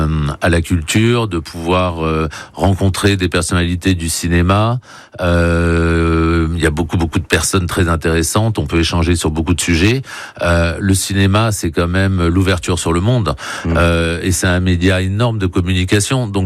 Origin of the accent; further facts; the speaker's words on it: Biarritz, Nouvelle-Aquitaine, France; born there; also born or lived in Los Angeles; j'ai toujours gardé le même noyau d'amis que j'ai rencontré d'ailleurs au lycée, au collège à Biarritz, quand j'ai fait mes études ici.